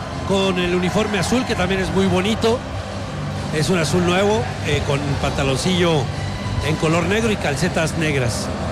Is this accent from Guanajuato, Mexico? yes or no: yes; León, Guanajuato, Mexico; Soy de León.